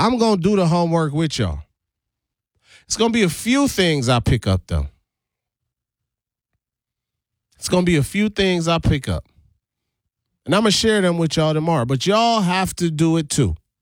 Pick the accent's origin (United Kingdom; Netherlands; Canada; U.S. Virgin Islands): U.S. Virgin Islands; now in Milwaukee, United States; And I'm from St. Thomas, the Virgin Islands.